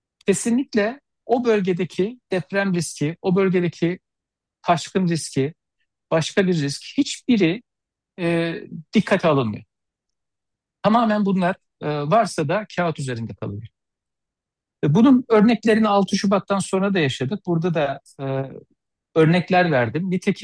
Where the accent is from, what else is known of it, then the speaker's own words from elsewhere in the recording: Yahşihan, Kırıkkale, Turkey; Yakın zamanda ben de Kırıkkaleliyim. Maalesef benim memleketimden, Yahşihan ilçesinden